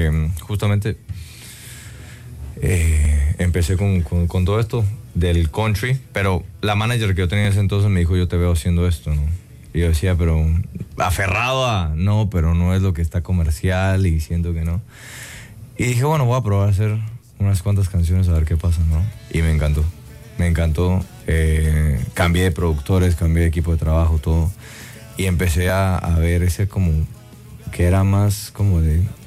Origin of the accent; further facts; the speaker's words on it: Guatemala; yo nací y crecí en Guatemala, en una finca con caballos, con vacas, al estilo americano, y de una manera como gringa, pero latinalizada